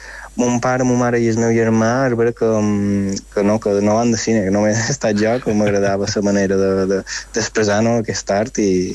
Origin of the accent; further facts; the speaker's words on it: Palma, Balearic Islands, Spain; Tot i que jo realment he crescut a Palma i he anat a escola a Palma i tot ho he fet a Palma, realment.